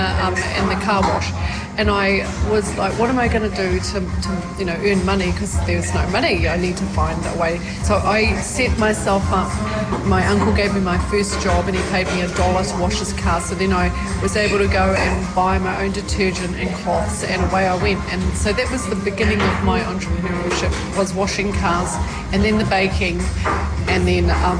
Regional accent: Waitara, Taranaki, New Zealand

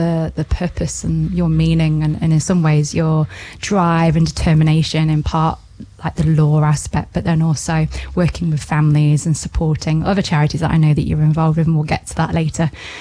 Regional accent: United Kingdom; now in Taranaki, New Zealand; I'm from the UK.

